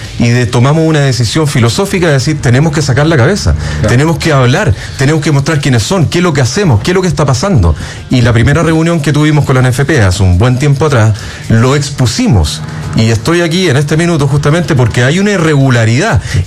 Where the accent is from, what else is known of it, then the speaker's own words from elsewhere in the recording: Chile; Somos todos chilenos. No hay ninguno extranjero. Somos 23 agentes FIFA chilenos.